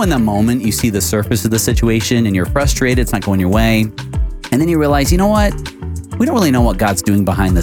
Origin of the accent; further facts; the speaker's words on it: Michigan, United States; I'm from Michigan, so I was traveling there.